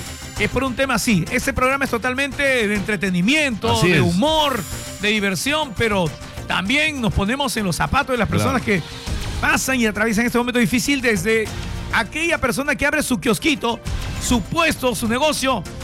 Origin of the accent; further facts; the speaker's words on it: Trujillo, La Libertad, Peru; moved away; En Trujillo, que es mi tierra